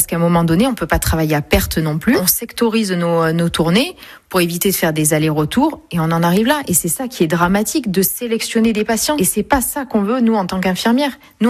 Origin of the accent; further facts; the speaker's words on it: Pessac, Nouvelle-Aquitaine, France; born there; je suis surtout girondine, parce que je suis née à Pessac.